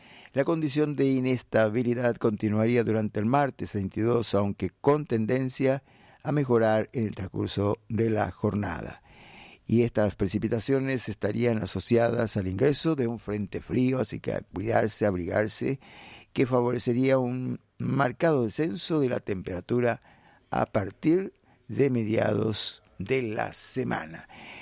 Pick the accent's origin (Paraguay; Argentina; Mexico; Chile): Paraguay